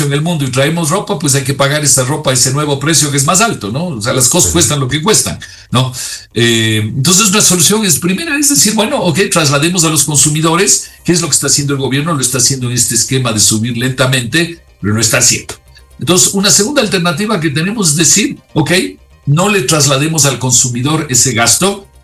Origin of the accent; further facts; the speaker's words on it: Ecuador; los que acabamos pagando esas deudas somos nosotros, los ecuatorianos.